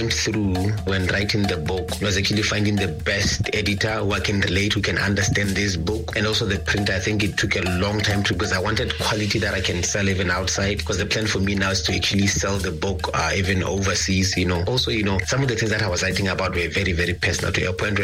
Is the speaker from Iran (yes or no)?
no; Francistown, Botswana; moved away as an adult; also born or lived in Orapa / Molepolole; now in Maun, Botswana; I'm a 40-year-old Kalanga man. I grew up in Orapa and Francistown. And I did my tertiary in Molepolo